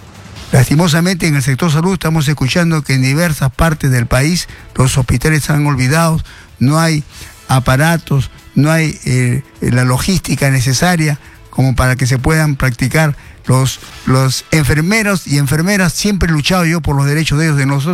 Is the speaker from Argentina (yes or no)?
no; Peru; como la mayoría de los peruanos nos ganamos la vida trabajando